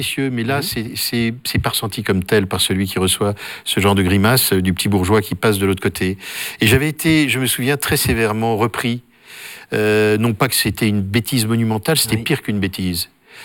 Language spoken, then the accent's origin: French; Paris, Île-de-France, France; moi j'ai passé mon enfance à Paris.